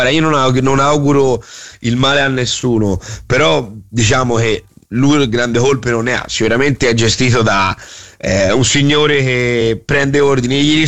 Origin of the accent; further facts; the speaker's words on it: Morocco; io sono marocchino, ragazzi, io non vedo l'ora che in Marocco può giocare con la Francia